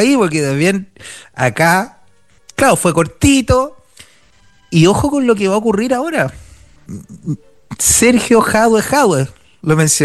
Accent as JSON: {"language": "Spanish", "region": "Valparaíso", "country": "Chile", "said": "Yo soy de Valparaíso."}